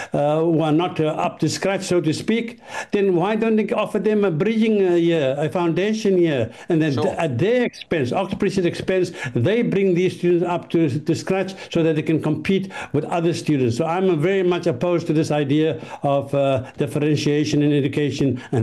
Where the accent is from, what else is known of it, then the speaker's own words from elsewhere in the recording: South Africa; moved away; I'm originally from South Africa, and what has happened there in South Africa is a classic example where affirmative action has gone to the extreme